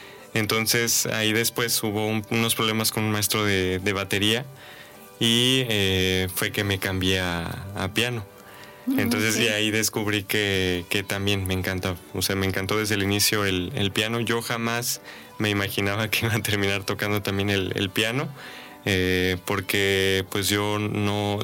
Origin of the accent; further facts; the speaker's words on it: Mexico; como mexicanos no sepamos lo que tenemos